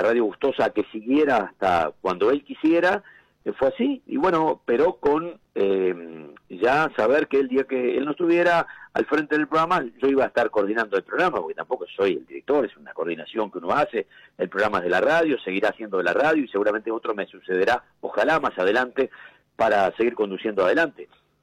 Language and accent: Spanish; Tacuarembó, Uruguay; born there; moved away as an adult; now in Montevideo, Uruguay